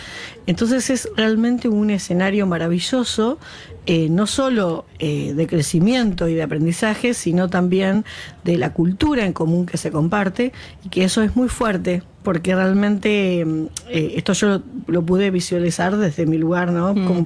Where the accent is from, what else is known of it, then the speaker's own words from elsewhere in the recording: Tapalqué, Buenos Aires Province, Argentina; de mi pueblo, que es Tapalqué